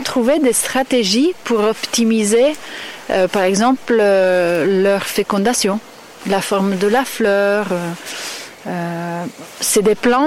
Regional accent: Italy; Moi, je suis italienne

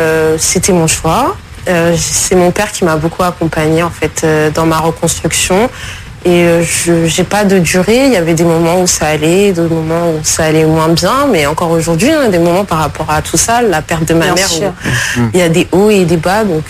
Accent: Comoros; Donc, c'était l'occasion aussi de rencontrer ma famille qui est aux Comores. Je suis originaire des Comores.

